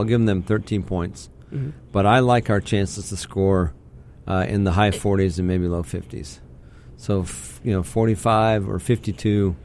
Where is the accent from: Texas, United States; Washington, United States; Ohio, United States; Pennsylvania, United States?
Texas, United States; Dallas; I grew up in Dallas, Texas